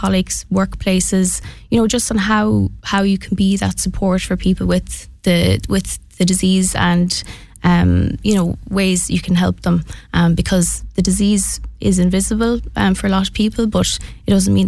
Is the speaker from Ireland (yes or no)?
yes; Mayo, Connacht, Ireland; now in Galway, Ireland; I'm from Mayo